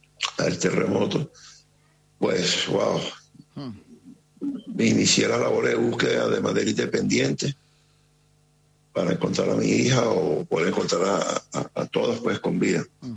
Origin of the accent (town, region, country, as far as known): Caracas, Capital District, Venezuela